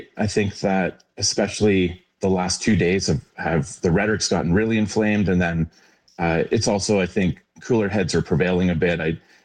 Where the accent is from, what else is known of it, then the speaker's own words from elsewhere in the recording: Canada; now in Calgary, Canada; as a Canadian